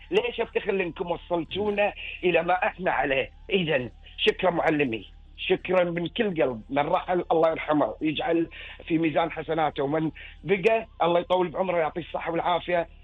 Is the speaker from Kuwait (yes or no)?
yes; Kuwait; وعندنا في الكويت يعني خلينا نقول رائدين في مجال التعليم،